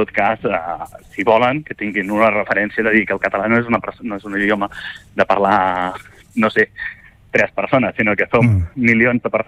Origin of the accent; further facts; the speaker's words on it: Lloret de Mar, Catalonia, Spain; vaig créixer a Lloret de Mar